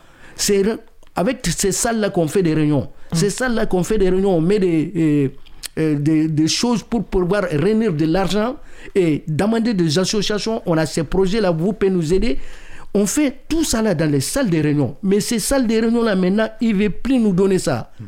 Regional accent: Mali

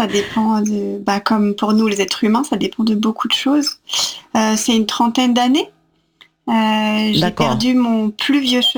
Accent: Auvergne-Rhône-Alpes, France; moved away as an adult; now in Cluny, France; moi j'ai grandi dans la Drôme

